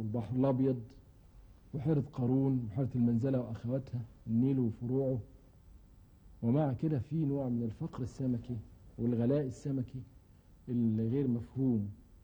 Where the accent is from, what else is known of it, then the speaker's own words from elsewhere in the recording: Egypt; عندنا في مصر